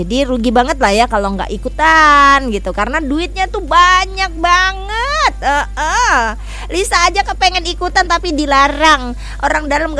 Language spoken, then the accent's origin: Indonesian; Palembang, South Sumatra, Indonesia; born there; now in Indramayu, Indonesia; Contoh saya tuh dari tahun 95 ada di Indramayu ya. Tapi walaupun sempat pulang ke tanah kelahirannya aku di Palembang, tapi aku tetap balik lagi ke sini gitu ya. Dan kayaknya sih naga-naganya tuh aku jadi penduduk sini juga pada akhirnya.